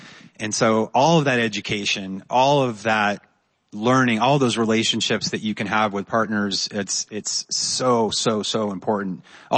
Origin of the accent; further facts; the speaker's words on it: New Hampshire, United States; moved away; my good friend who I grew up with in New Hampshire, Mark Sinnott.